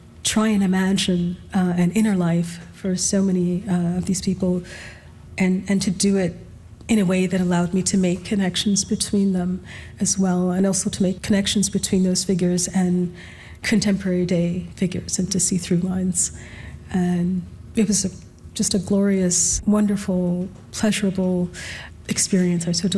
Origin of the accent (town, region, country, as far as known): Alberta, Canada; born or raised there